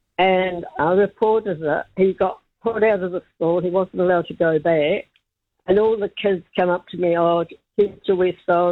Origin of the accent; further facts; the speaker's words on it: Ponsonby, Auckland, New Zealand; I was brought up in Ponsonby.